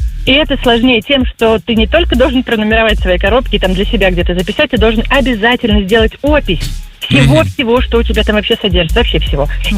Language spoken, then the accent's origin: Russian; Saratov, Saratov Oblast, Russia; also born or lived in Armenia / North Ossetia; now in Krasnodar Krai, Russia; потому что я родом из Саратова, А переезжали мы, то есть это была Армения, это была там Осетия, сейчас там Краснодарский край.